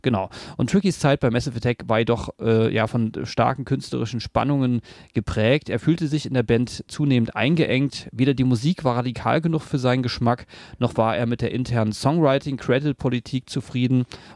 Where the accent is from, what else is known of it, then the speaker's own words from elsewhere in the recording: Berlin, Germany; Also ich komme aus Berlin, war da ist man jetzt mit der Szene, wa?